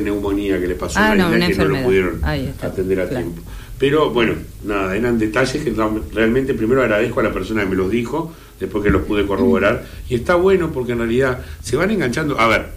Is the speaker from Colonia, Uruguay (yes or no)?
yes; Colonia del Sacramento, Colonia, Uruguay; es mi barrio, nací ahí en Eugenio Arauz y La Rambla, o sea que estamos ahí, y siempre he estado toda mi vida en ese barrio.